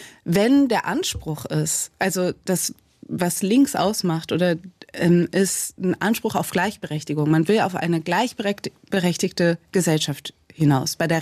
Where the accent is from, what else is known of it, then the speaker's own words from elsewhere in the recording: Cologne, North Rhine-Westphalia, Germany; ich bin Kölnerin, das heißt, in unseren Traditionen steckt es auch.